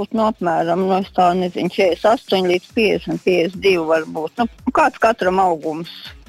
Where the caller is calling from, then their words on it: Vidzeme, Latvia; Esmu no Vidzemes puses